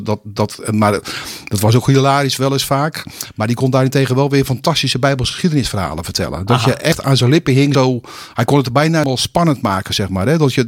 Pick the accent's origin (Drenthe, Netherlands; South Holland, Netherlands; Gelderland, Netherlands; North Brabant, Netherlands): South Holland, Netherlands; Bodegraven; Daar woonden mijn ouders en daar heb ik zelf ook heel lang gewoond. Dus geboren en getogen Bodegravenaars. En ja, bouwjaar is 1955